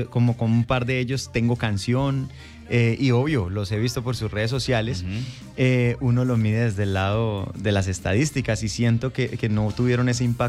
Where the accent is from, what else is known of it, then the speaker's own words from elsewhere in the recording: Monterrey, Nuevo León, Mexico; Para que veas que en Monterrey, en la zona de donde yo soy, no es que suene mucha música